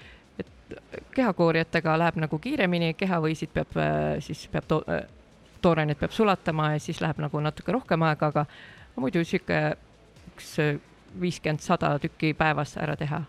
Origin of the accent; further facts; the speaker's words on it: Tartu, Tartu County, Estonia; No meil on see, et see on lihtsalt meie kodulinn, et noh, Tartu laadad ongi